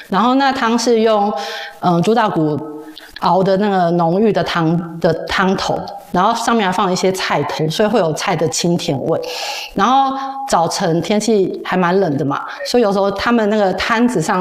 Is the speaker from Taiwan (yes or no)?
yes; Taipei, Taipei City, Taiwan; 就是我自己是在台北长大，